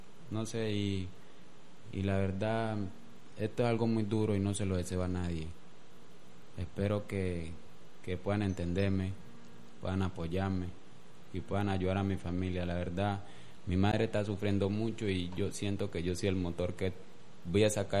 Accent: Buenaventura, Valle del Cauca, Colombia; Sí, criado y nacido aquí en Buenaventura

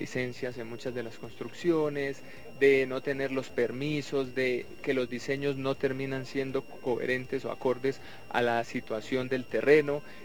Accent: Tumaco, Nariño, Colombia; now in Bogotá, Colombia; incluso para nosotros los provincianos, yo que soy de Tumaco y siempre me he sentido muy muy acogido en esta mi ciudad

